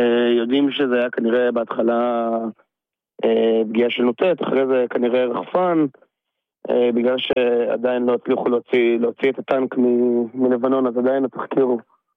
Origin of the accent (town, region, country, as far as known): Hod HaSharon, Central District, Israel; born there